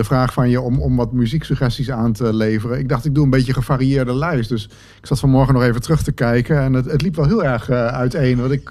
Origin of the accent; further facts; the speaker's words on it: Zwolle, Overijssel, Netherlands; Ik ben een schrijver uit Zwolle.